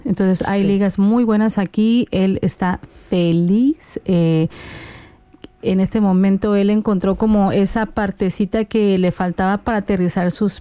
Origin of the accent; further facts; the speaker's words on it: Mexico; y sobre todo pues que siendo mexicana, identificarme contigo en esta...